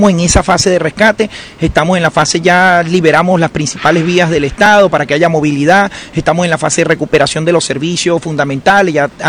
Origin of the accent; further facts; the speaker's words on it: La Guaira, Venezuela; born there; se lo agradezco como guaireño, nacido en esta tierra que vivió la tragedia